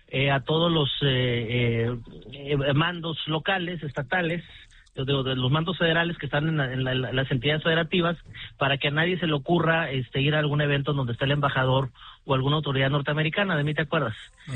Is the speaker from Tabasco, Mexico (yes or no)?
no; Baja California, Mexico; empezando acá por mi tierra, que es Baja California.